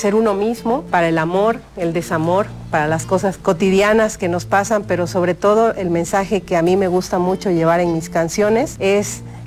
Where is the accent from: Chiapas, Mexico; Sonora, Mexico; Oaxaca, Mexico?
Chiapas, Mexico; Bueno, empezando porque somos de Chiapas los dos. Somos chiapanecos, traemos como que el color, la cultura y la música de Chiapas a nuestros proyectos.